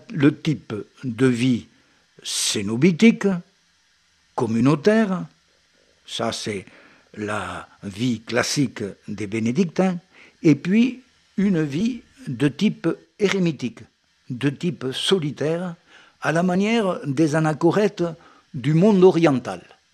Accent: France; c'était l'époque où allait commencer l'aventure de Cluny chez nous en France

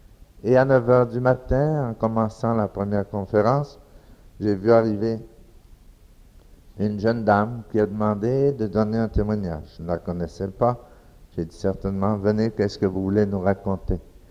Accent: Dominican Republic

